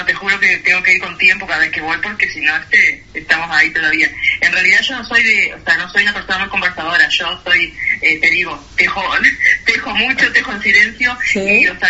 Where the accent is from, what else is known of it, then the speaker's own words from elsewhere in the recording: San José, Uruguay; also born or lived in Montevideo; Yo soy nacida en Montevideo, me crié un poco en San José, o sea, mi familia, o sea, yo, mis abuelos, mis tíos, todos en San José